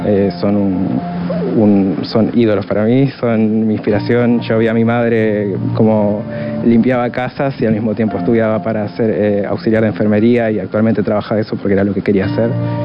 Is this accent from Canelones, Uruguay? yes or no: yes; Las Piedras, Canelones, Uruguay; Soy de Las Piedras Canelones.